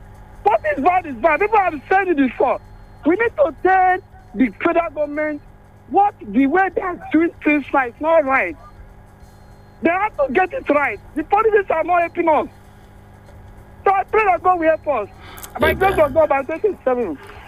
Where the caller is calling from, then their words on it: Ilorin, Kwara, Nigeria; speaking from Ilorin.